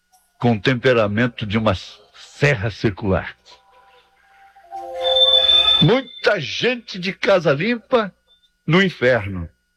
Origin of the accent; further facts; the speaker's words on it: Trindade, Goiás, Brazil; lá na minha cidade, Trindade, minha cidade natal.